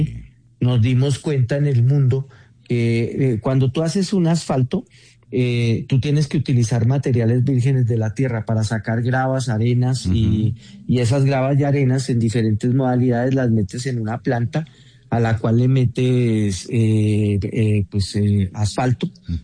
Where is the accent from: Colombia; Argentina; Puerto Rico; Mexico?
Colombia; Critica para nosotros como colombianos.